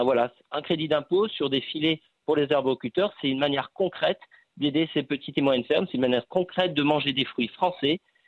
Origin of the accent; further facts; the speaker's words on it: Auvergne-Rhône-Alpes, France; chez nous en Ardèche, il y a beaucoup d'arboriculteurs dans la cerise